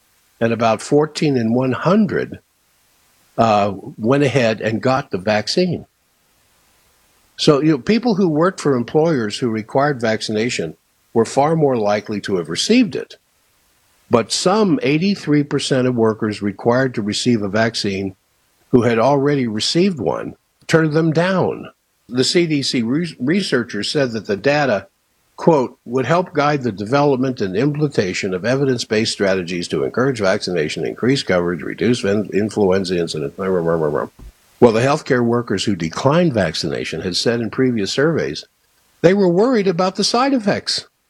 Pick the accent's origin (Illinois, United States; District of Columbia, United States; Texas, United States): District of Columbia, United States; Washington; I grew up in Washington, D.C., followed my friends out west to go to school, out of high school, and discovered the West